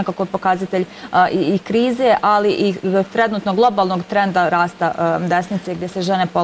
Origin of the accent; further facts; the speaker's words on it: Kozarska Dubica, Republika Srpska, Bosnia & Herzegovina; Ja dolazim iz Kozarske Dubice